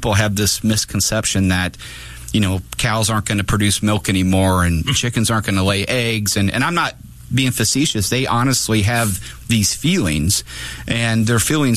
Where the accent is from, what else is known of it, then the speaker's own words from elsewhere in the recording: Divernon, Illinois, United States; I grew up in Divernon.